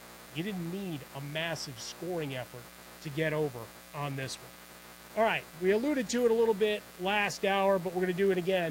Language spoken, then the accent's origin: English; Chicago, Illinois, United States; this goes back to my hometown of Chicago because Caleb Williams is about to tie a franchise mark.